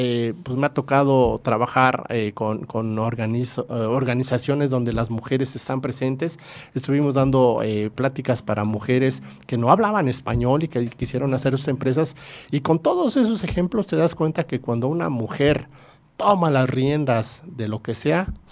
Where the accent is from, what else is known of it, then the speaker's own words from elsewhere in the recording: Mexico; somos mexicanos